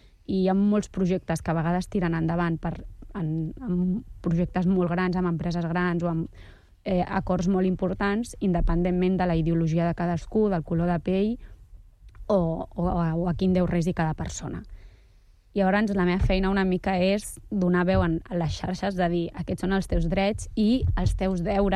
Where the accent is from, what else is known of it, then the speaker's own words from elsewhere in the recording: Catalonia, Spain; born there; pràcticament porto a Catalunya, o sigui, tinc 31, vaig venir als 4 anys, vull dir, sóc catalana, no? Però molts cops quan dius, sóc catalana, no, però d'on ets? Vull dir, soc d'aquí.